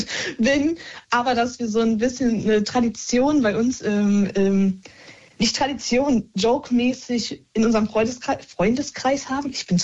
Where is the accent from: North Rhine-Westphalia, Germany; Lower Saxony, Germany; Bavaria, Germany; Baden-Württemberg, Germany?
North Rhine-Westphalia, Germany; Ich überlege gerade, ich komme aus dem Ruhrpott.